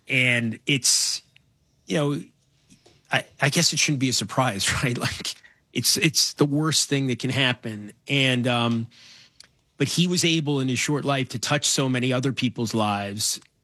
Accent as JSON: {"language": "English", "region": "New York", "country": "United States", "said": "But yeah, as a New Yorker, you know, being there that day, it, you know, 5 miles away."}